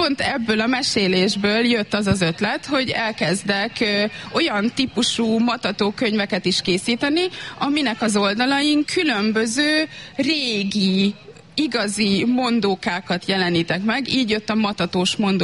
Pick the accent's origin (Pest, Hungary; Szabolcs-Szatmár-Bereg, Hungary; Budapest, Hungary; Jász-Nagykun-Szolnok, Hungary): Jász-Nagykun-Szolnok, Hungary; Jászboldogháza; a gyerekeim is itt nőnek föl, mint ahogy én is itt nőttem föl